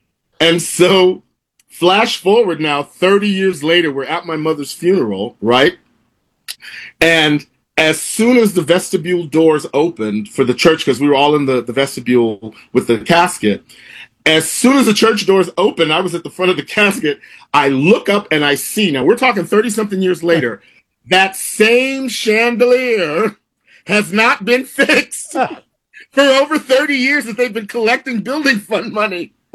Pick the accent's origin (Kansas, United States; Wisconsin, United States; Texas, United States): Texas, United States; So at my mother's funeral, it took place at the church that I grew up in Texas.